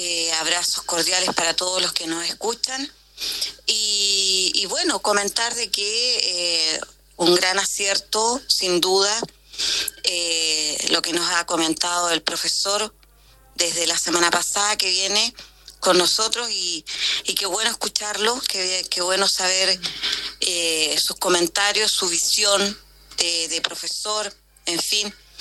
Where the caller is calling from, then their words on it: Quilicura, Santiago Metropolitan Region, Chile; de Quilicura.